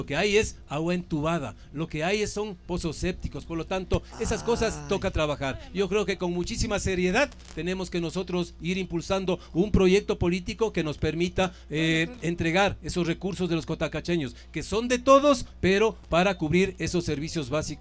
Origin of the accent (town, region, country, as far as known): Ecuador